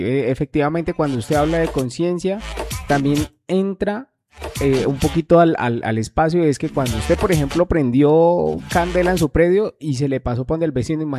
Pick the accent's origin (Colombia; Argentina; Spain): Colombia; somos colombianos